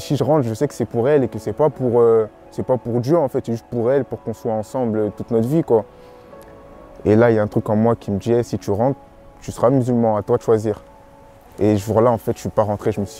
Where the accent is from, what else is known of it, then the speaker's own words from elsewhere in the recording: Togo; Donc moi, voilà, j'ai grandi dans une famille africaine, je suis originaire du Togo